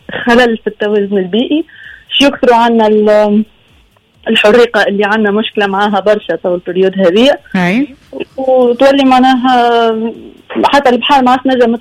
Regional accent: Tunisia; عندنا في حمامات في نابل في بنزرت

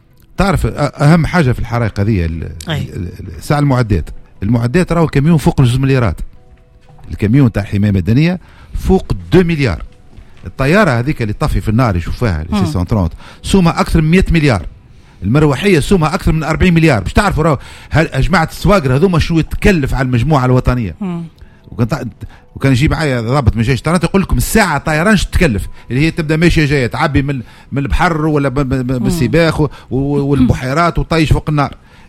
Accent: Tunisia

